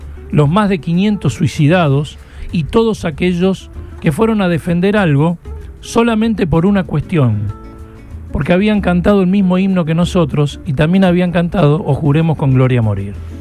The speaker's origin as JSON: {"language": "Spanish", "country": "Argentina"}